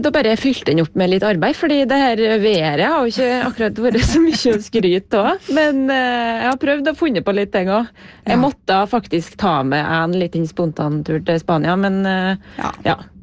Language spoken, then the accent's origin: Norwegian; Surnadal, Møre og Romsdal, Norway; now in Trondheim, Norway; nå har jeg jo ikke noe bærbusker på verandaen min i Trondheim, men når jeg er hjemme i Surndalen